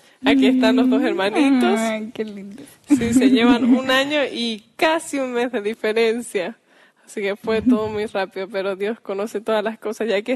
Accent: Bolivia; yo soy de aquí, de Bolivia.

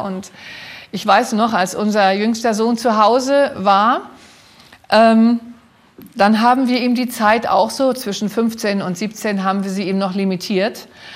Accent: East Germany, Germany; Und von dort, wo ich herkomme, haben wir keine Ellen White Bücher groß gehabt in der ehemaligen DDR.

